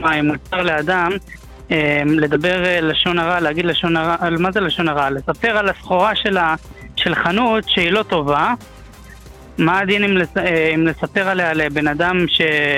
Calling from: Modiin Illit, Judea and Samaria, Israel

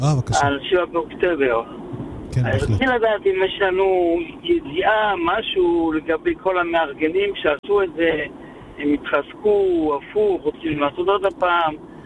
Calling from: Jerusalem, Jerusalem District, Israel; אני ברמות

